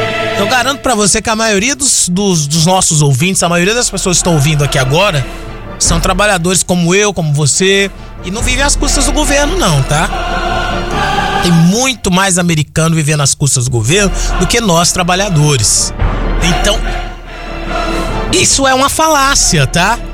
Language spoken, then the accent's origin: Portuguese; Brazil; now in Massachusetts, United States; todos nós brasileiros